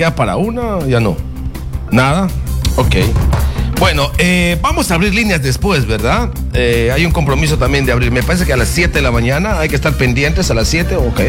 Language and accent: Spanish; Loreto, Peru; Loreto, mi tierra